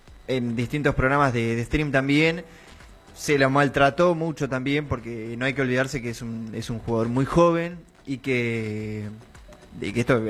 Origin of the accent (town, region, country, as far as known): Argentina